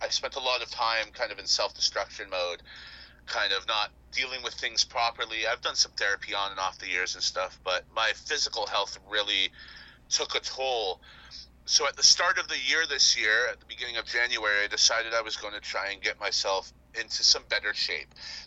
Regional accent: Toronto, Ontario, Canada; I'm from Scarborough. I'm born and raised here, still live here.

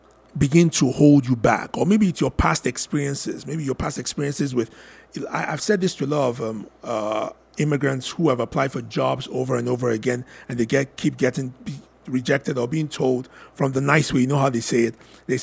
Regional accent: Lagos, Nigeria; moved away as an adult; now in Canada; I grew up and lived in Lagos.

